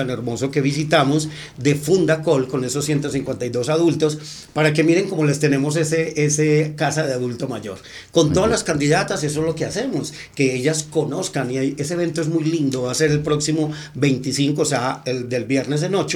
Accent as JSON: {"language": "Spanish", "region": "Antioquia", "country": "Colombia", "said": "somos realmente paisas"}